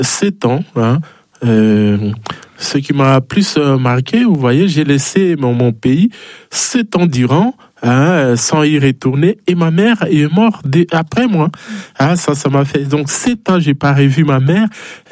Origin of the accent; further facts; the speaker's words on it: DR Congo; moved away as an adult; je suis congolais d'origine, de la République démocratique du Congo